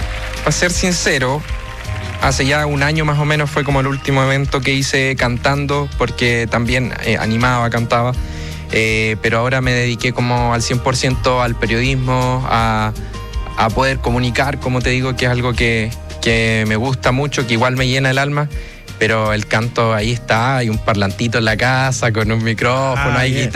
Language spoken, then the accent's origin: Spanish; Tirúa, Biobío, Chile; moved away; also born or lived in Cañete; Tirúa, ahí en la región del Biobío. Bueno, una historia que me ha llevado por varias partes, que es Tirúa, Cañete también. Estudié mi enseñanza media en Cañete, mi familia paterna de Purén, de la ciudad del Bombo, Fica.